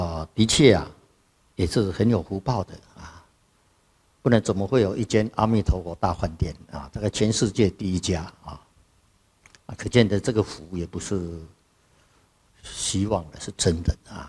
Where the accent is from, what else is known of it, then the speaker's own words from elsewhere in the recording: China; 我们中国人讲五福临门，